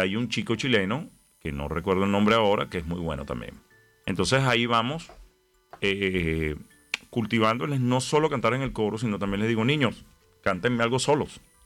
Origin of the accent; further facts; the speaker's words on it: Venezuela; yo como buen venezolano